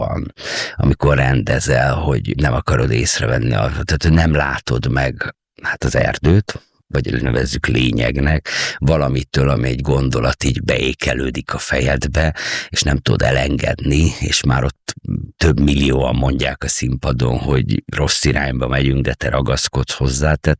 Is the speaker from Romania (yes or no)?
yes; Târgu Mureș, Mureș County, Romania; moved away; also born or lived in Miskolc; ez 80-as évek, Marosvásárhely, Románia, én Erdélyben születtem, Marosvásárhelyen